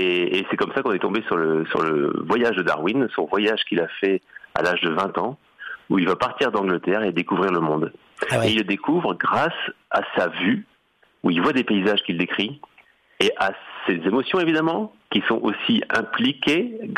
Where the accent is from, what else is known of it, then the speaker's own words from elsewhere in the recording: Hauts-de-France, France; Moi, je suis de la Somme